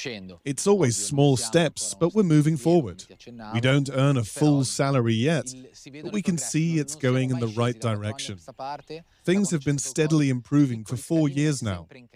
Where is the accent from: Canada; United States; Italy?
Italy; Rome, Lazio; We're all from Rome.